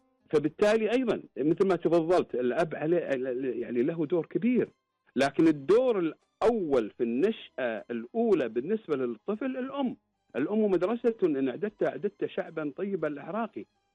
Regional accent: Kuwait

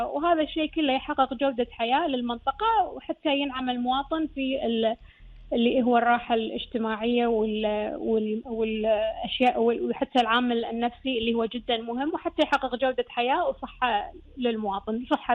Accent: Kuwait; مثل ما تطورت عندنا بالكويت

